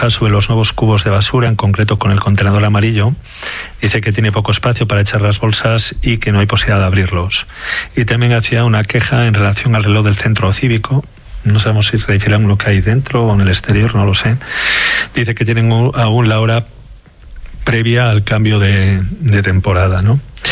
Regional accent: León, Castile and León, Spain; como alcalde, como leonés y como aficionado

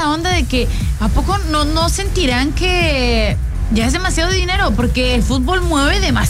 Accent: Mexico; Es que somos mexicanos

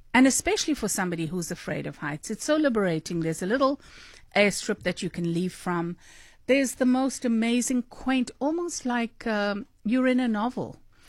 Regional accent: Durban, KwaZulu-Natal, South Africa; moved away as an adult; Chatsworth in Durban, my hometown. So we moved to Chatsworth to a massive house, and Chatsworth developed around us. Okay. And the beauty of Chatsworth, I've lived outside of KZN since 99

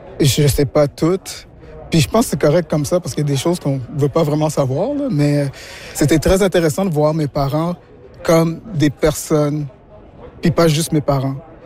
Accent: Quebec, Canada; puisque je suis Québécois d'origine haïtienne

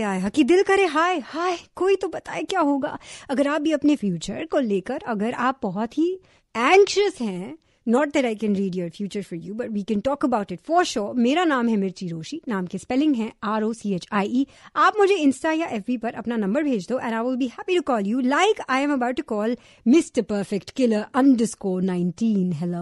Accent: Punjab, India; मैं पंजाब में ना तो हमारे यहाँ तो ऐसे उठा देते।

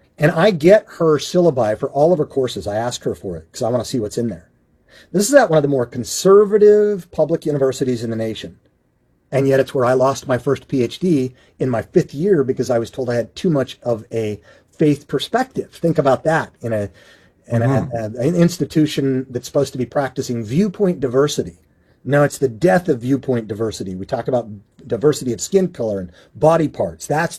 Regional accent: Utah, United States; I was bathed in this stuff as a 7th generation Mormon growing up in Utah, became a skeptic, and then became a Christian in the traditional historical sense

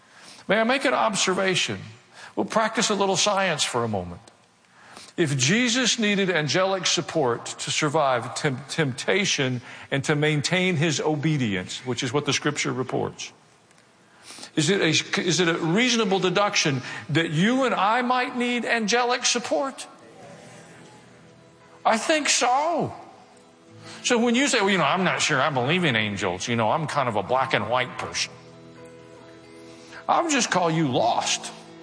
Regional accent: the South, United States; but I was raised in the South

